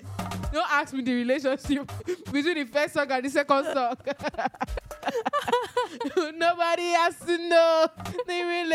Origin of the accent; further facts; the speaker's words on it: Nigeria; I'm Nigerian.